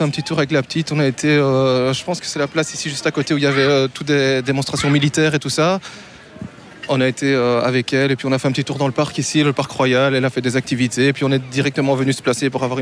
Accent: Braine-l'Alleud, Wallonia, Belgium; Alors on vient de Braine-l'Alleud, on a pris le train vers midi et demi

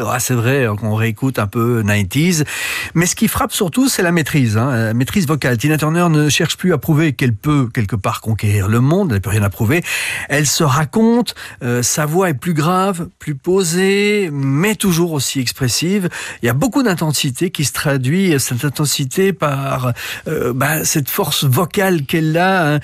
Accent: Belgium; Par exemple, chez nous en Belgique, eh bien, la version de … s'est mieux classée dans les charts numéro 3 que la version originale en 84

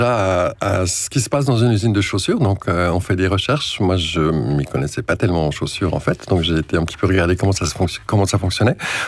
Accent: Switzerland; Je suis noir, je suis gay, je suis suisse.

